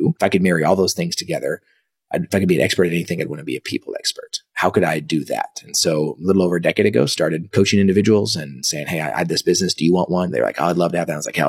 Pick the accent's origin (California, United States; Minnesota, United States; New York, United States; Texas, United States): Texas, United States; Dallas; also born or lived in Kansas; So I was born in 1983. I was born in Kansas, only there for about a week. Came back to Dallas